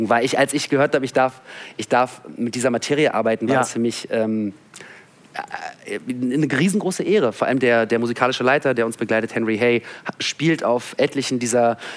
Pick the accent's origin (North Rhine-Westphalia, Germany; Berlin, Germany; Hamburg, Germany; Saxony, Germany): Berlin, Germany; Meine Eltern kommen aus der Sowjetunion und ich bin in Berlin aufgewachsen